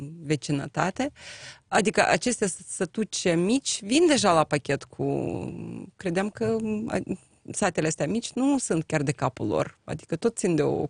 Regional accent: Căsănești, Telenești District, Moldova; Chiar vorbesc despre satul meu, da? Noi avem două sate, Căsănești, Vaduleca

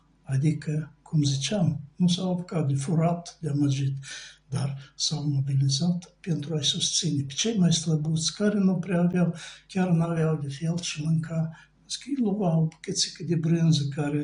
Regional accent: Moldova; noi suntem moldoveni, basarabeni. Și în casă se vorbește limba noastră, nu se vorbește altă limbă.

